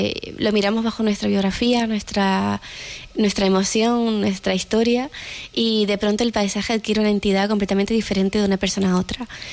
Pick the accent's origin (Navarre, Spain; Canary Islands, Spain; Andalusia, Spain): Canary Islands, Spain; moved away; exista también fue mi vuelta a la isla de Lanzarote, ¿no? Yo estuve 9 años fuera, y regresar al lugar de donde naciste y creciste creo que siempre lleva como una reconciliación.